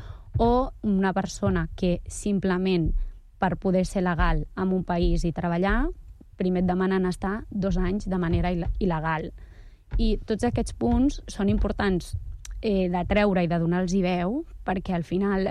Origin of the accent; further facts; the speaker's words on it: Catalonia, Spain; born there; pràcticament porto a Catalunya, o sigui, tinc 31, vaig venir als 4 anys, vull dir, sóc catalana, no? Però molts cops quan dius, sóc catalana, no, però d'on ets? Vull dir, soc d'aquí.